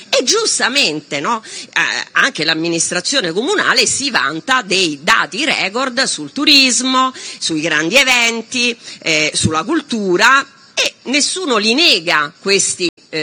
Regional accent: Rome, Lazio, Italy; io sono di Roma, quindi non parlerò mai male di Roma, perché Roma è Roma, per me rimane caput mundi, quindi io amo la mia città, mi sento profondamente romana

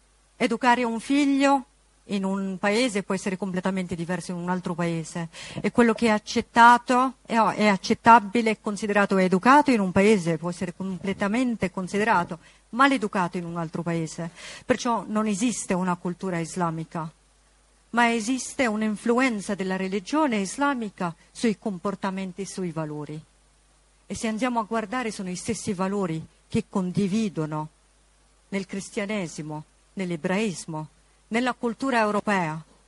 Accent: Lebanon; now in Italy; Per me l'Italia è casa, per mio figlio l'Italia è casa. Mio figlio, se ritorna nel mio paese d'origine, in Libano, non sa cosa fare

